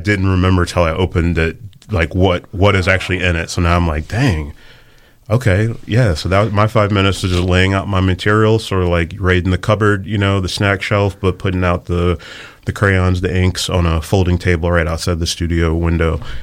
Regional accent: the Carolinas, United States; I'm black. My wife's white. We're both from the Carolinas.

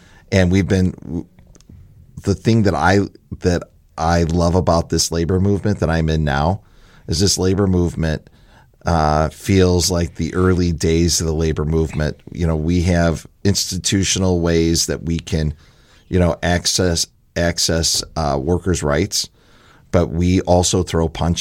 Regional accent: Lockport, Illinois, United States; So I grew up in a very blue collar town. We were, as people ask me, well, where are you from? I'm from Lockport. It's a suburb of Joliet.

